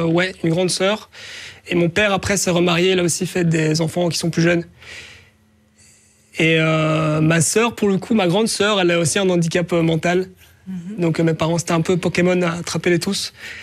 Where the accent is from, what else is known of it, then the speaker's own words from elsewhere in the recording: Ixelles, Brussels, Belgium; born there; je suis né à Ixelles il y a 32 ans maintenant.